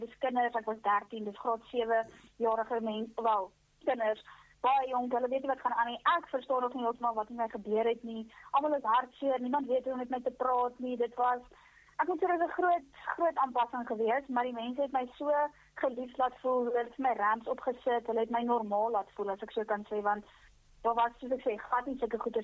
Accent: Free State, South Africa; ek is gebore in die Vrystaat, of eintlik maar welkom voor in ons rus area. Ek het daar groot geword, laerskool klaar gemaak, hoërskool klaar gemaak en ja, ken hom al my hele lewe lang Vrystaatse deel, as ek so kan sê.

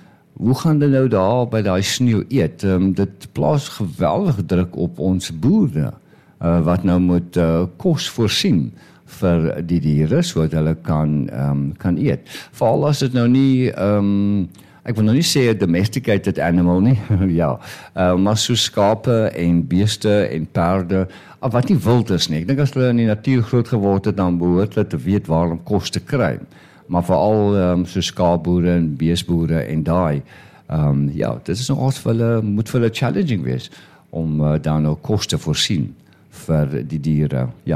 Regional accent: Western Cape, South Africa; Ons as Kapenaars of Suid-Afrikaners

